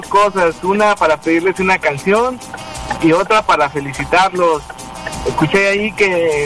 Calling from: Tuxtla Gutiérrez, Chiapas, Mexico; De aquí, de Tuxtla.

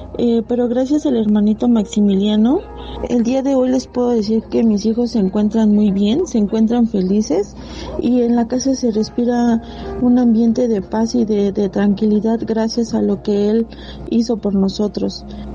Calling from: Ecatepec, State of Mexico, Mexico; Vivo en Ecatepec.

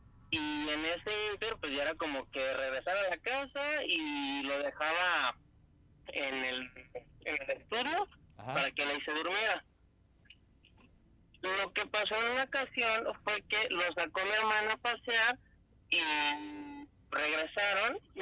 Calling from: Zapopan, Jalisco, Mexico; De Zapopan.

